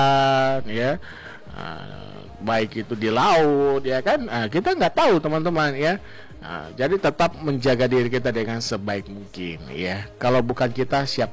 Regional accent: Papua, Indonesia

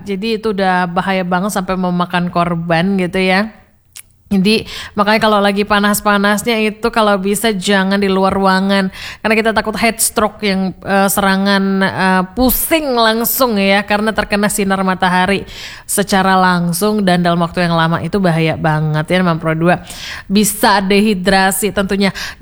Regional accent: Batam, Riau Islands, Indonesia; kita ya warga Batam

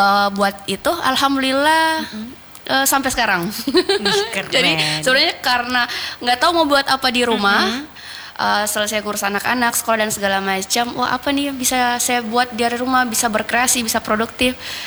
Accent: Sulawesi, Indonesia; Jadi sebenarnya saya bilang, sebenarnya saya orang Sulawesi asli. Sebenarnya orang Sulawesi saya. Bapak Bugis, Mama Makassar.

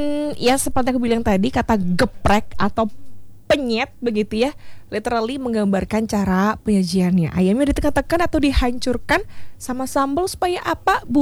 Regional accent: Bali, Indonesia; Kalau kita orang Bali bilangnya bumbu jangkep begitu ya.

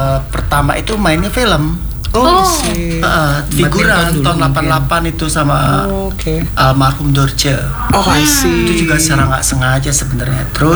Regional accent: Manado, North Sulawesi, Indonesia; Saya Manado aslinya.

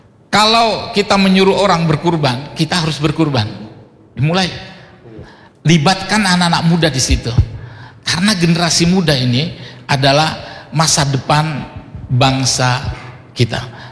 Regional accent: Sumenep, East Java, Indonesia; born there; now in Surabaya, Indonesia; Karena saya terlahir di Sumenep di keluarga yang Islam.

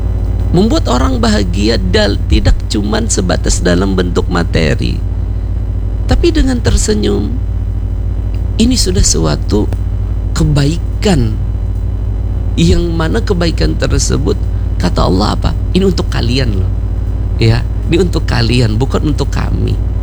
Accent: Banjar, South Kalimantan, Indonesia; Maka ada ulama di tempat kita, ya, orang Banjar biasanya mengiau Abah Haji atau Guru Judi.

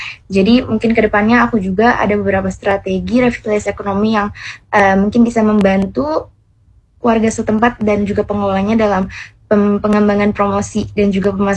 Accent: Ciruas, Banten, Indonesia; itu berasal dari daerah aku sendiri, dari Ciruas.

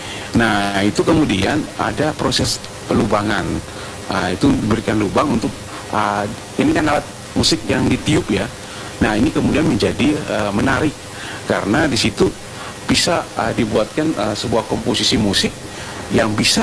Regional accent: Ambon, Maluku, Indonesia; kita orang Ambon

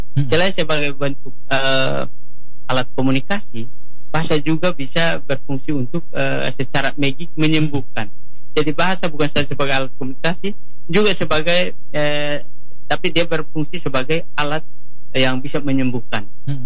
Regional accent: East Nusa Tenggara, Indonesia

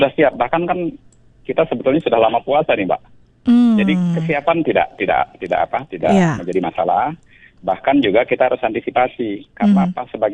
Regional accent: Bali, Indonesia; Saya sendiri orang Bali

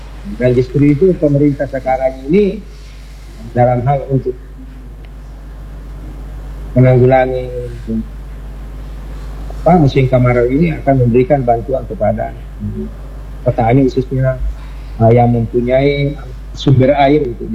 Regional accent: Pinrang, South Sulawesi, Indonesia; khususnya di daerah saya Pindrang, itu kan hanya ada dua musim.

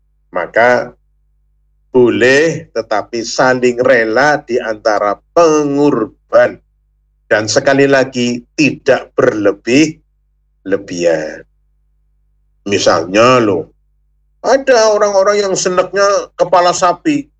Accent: Banyumas, Central Java, Indonesia; bahasa kita orang Banyumas tidak ngarani

